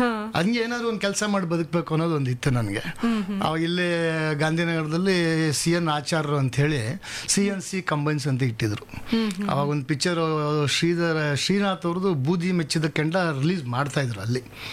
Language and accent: Kannada; Bengaluru, Karnataka, India; ಇದೇ ಬೆಂಗಳೂರು.